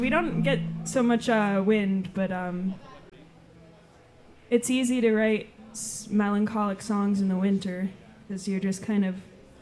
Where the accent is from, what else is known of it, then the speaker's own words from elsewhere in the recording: Wisconsin, United States; we come from Wisconsin. That's where we come from. And we have harsh winters up there.